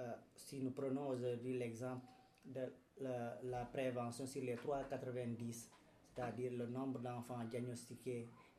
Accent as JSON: {"language": "French", "country": "Senegal", "said": "Effectivement, je viens du Sénégal où je suis directeur de l'association BOC IACAR qui signifie Unité et Espoir."}